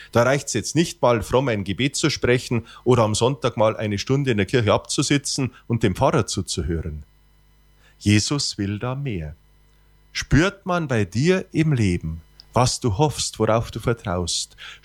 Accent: Bavaria, Germany; now in Feichten an der Alz, Germany; Als Bub am Dorf wurde mir diese Frage immer wieder gestellt. Und in Niederbayern daheim

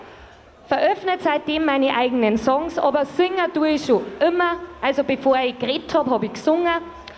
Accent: Passau, Bavaria, Germany; born there; also born or lived in Töging am Inn; now in Vilshofen, Germany; ich bin geboren in Passau, aber meine Mama und auch die halbe die Familie, die haben von Tüging am Inn.

